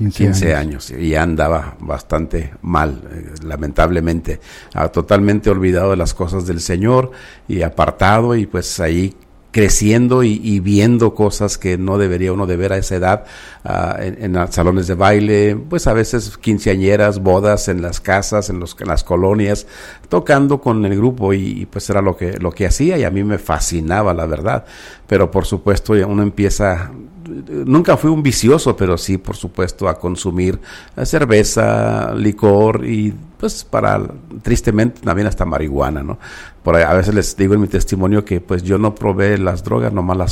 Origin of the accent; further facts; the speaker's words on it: Ciudad Juárez, Chihuahua, Mexico; moved away; also born or lived in Torreón, Coahuila; De Torreón, Coahuila, sí, exactamente. Y criado allí en Ciudad Juárez, desde una edad muy temprana.